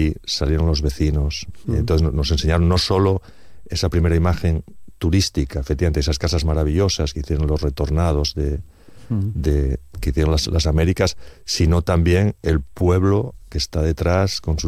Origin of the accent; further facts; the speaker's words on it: Figaredo, Asturias, Spain; porque yo en mi pueblo, en Figaredo, el río bajaba negro y los lavaderos sacaban el carbón.